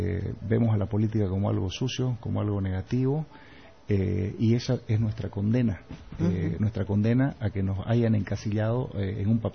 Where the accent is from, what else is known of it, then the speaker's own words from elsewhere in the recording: Santa Cruz, Bolivia; Nosotros los cruceños